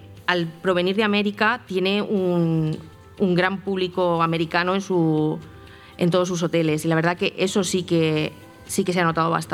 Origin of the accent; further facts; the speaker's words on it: Benidorm, Valencian Community, Spain; Sí, soy de Benidorm, nacida en Benidorm.